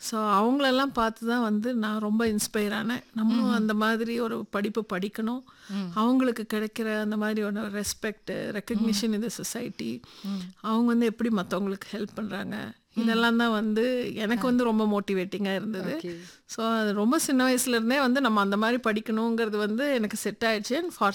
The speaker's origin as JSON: {"language": "Tamil", "town": "Coimbatore", "region": "Tamil Nadu", "country": "India", "tie": "born or raised there", "said": "கோயம்புத்தூர் தாங்க என்னோட பூர்வீகம். எல்லாமே நான் பிறந்தது வளர்ந்தது படித்தது எல்லாமே இங்கே தான்."}